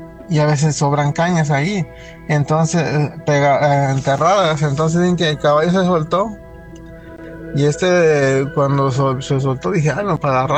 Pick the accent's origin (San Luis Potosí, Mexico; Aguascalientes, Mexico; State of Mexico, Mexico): San Luis Potosí, Mexico; Yo vengo de... soy nativo de San Luis Potosí. Mi papá tenía un... su terreno donde vivíamos, tenía un terreno grande.